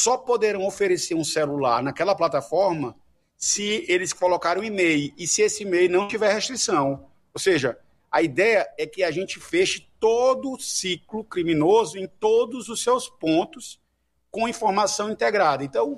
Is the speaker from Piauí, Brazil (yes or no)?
yes; Piauí, Brazil; Por exemplo, no estado de onde vim, no Piauí, a queda foi superior a 70% dos roubos de celulares.